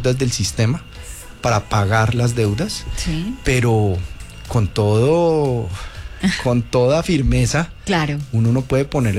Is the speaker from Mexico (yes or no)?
no; Colombia